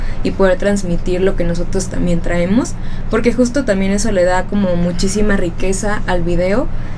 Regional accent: Tabasco, Mexico; soy tabasqueña

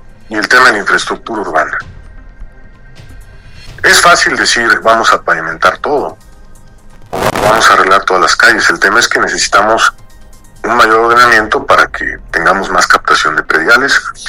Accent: Puebla, Mexico; Soy poblano de nacimiento y siempre he estado acá en Puebla

